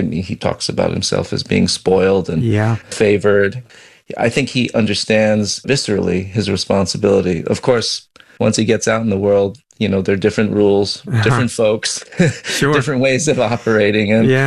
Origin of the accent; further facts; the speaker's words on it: Westchester, New York, United States; I did grow up in Westchester, north of New York City